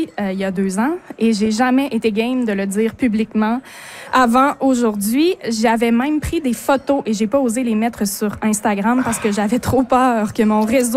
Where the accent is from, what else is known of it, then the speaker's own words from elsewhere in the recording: Quebec, Canada; Haute-Côte-Nord. Moi, je viens de là. Je viens pas des Bergeron, mais je viens de la Haute-Côte-Nord.